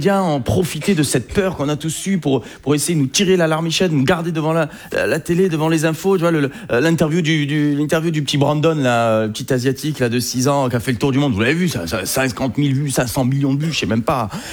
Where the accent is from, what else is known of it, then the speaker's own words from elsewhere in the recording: Algeria; Je suis algérien. Je pense pas qu'il y en ait ce soir, d'ailleurs, des Algériens.